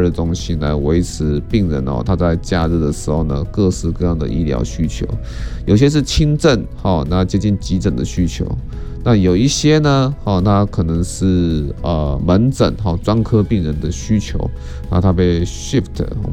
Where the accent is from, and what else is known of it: Taiwan